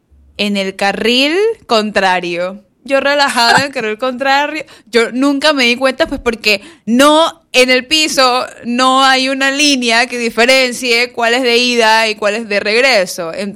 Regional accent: Colón, Panama; Yo soy de Colón, tengo 27 años, me he caminado a Colón y no me ha pasado nada.

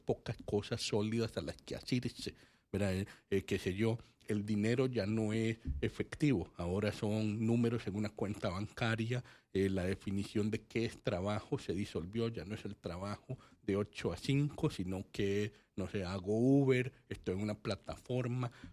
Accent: Costa Rica

